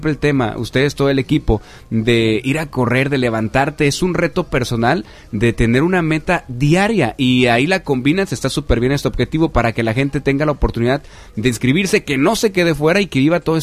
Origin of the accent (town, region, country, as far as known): Mexico